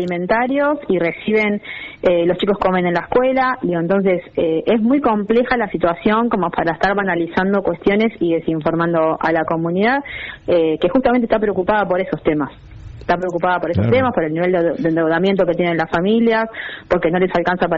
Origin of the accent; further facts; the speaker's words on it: Buenos Aires, Argentina; Somos bonaerenses.